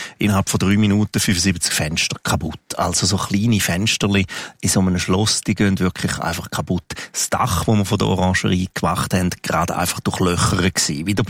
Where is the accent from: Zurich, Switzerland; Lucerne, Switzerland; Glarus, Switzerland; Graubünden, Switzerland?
Graubünden, Switzerland; Engadin ist meine Heimat.